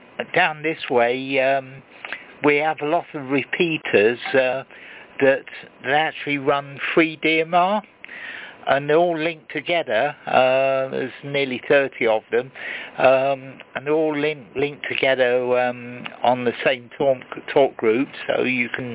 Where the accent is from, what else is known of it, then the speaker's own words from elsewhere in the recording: Dorset, South West England, United Kingdom; moved away; I'm originally from Dorset